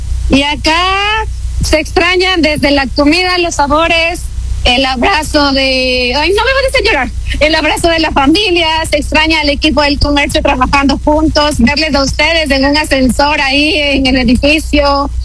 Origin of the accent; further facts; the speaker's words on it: Ecuador; moved away as an adult; now in Los Angeles, United States; Yo no llevo mucho tiempo fuera de mi país, un año y medio